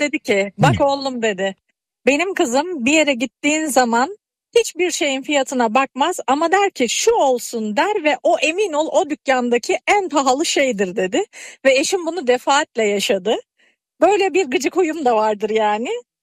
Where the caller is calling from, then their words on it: İzmir, Turkey; İzmir'deyiz.